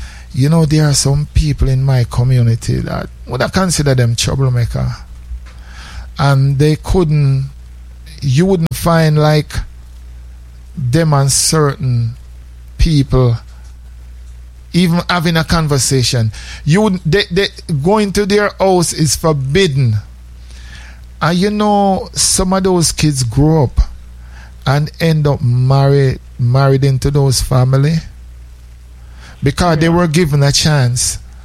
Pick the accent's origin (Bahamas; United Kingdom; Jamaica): Jamaica; now in United States; when we were growing up in Jamaica, everybody know each other in the community.